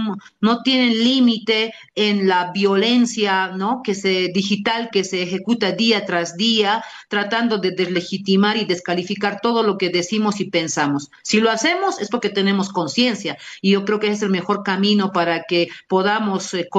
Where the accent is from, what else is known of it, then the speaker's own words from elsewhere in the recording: Bolivia; como bolivianos, como dueños de este territorio.